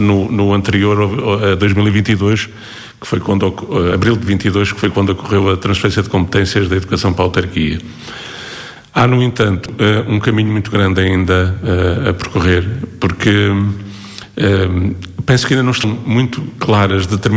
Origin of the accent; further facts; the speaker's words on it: Portugal; enquanto país, enquanto cultura, enquanto portugueses